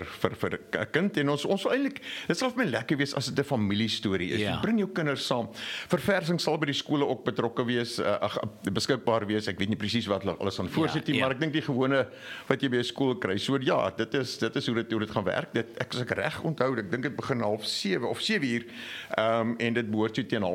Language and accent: Afrikaans; Mossel Bay, Western Cape, South Africa; now in Kariega, South Africa; Ek is groot geword was in Mosselbaai.